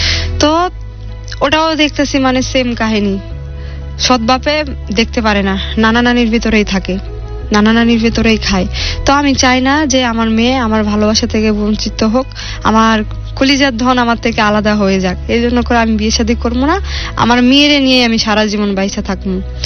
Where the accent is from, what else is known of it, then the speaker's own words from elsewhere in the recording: Bogura, Rajshahi Division, Bangladesh; জি, বগুড়ায়।